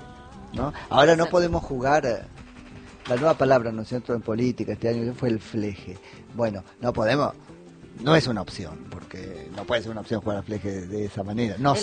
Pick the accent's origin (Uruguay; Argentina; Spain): Argentina; sí, no es que somos de la selección, somos argentinos.